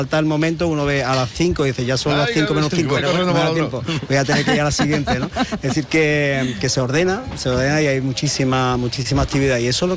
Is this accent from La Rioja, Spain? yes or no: no; Jerez de la Frontera, Andalusia, Spain